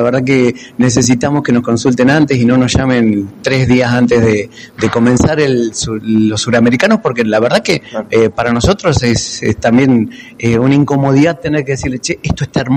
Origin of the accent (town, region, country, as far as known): Santa Fe, Argentina